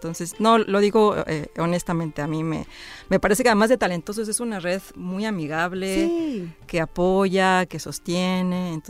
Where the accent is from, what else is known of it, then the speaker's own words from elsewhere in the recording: Mexico City, Mexico; Yo soy de la Ciudad de México, entonces tenemos lamentablemente, no son tan terribles, una relación con las cucarachas